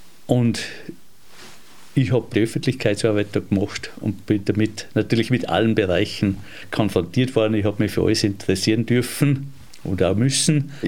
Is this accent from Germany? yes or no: no; Gosau, Upper Austria, Austria; ich bin da in Gosau aufgewachsen, speziell in dieser Gegend, das ist das Hintertal, das war unsere Spielwiese hier.